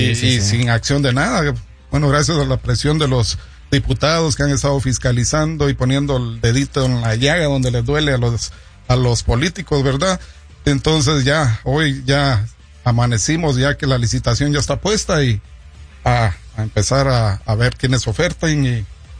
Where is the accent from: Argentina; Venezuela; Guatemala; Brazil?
Guatemala; Chiquimula; Yo soy de Chiquimula.